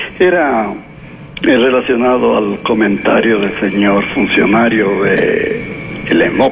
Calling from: Quito, Pichincha, Ecuador; como quiteño

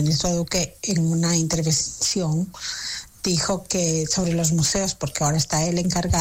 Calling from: Ecuador; los ecuatorianos no estamos pidiendo.

